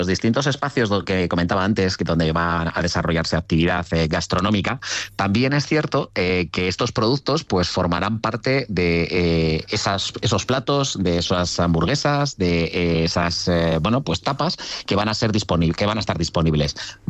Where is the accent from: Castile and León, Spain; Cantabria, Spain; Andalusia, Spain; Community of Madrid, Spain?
Castile and León, Spain; Burgos; Así es, soy de aquí, de Burgos, nacido en Burgos